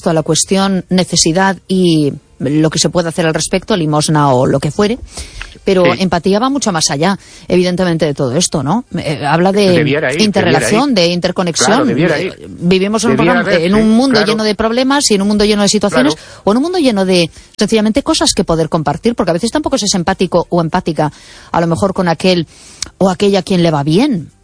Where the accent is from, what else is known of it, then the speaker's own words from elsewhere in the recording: A Coruña, Galicia, Spain; now in Mos, Spain; Soy de Coruña, pero sí, vivo en estos momentos, bueno, al lado de Vigo, ahora mismo vivo en Mos.